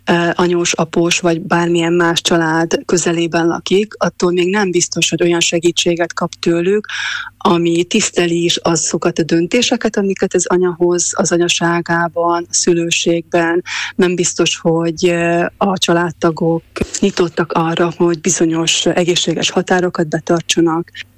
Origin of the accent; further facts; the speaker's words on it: Trnava Region, Slovakia; now in London, United Kingdom; mint otthon Csallóközben.